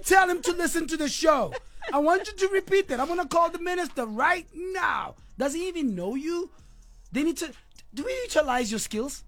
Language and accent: English; Sharpeville, Gauteng, South Africa; I'm from Sharpeville.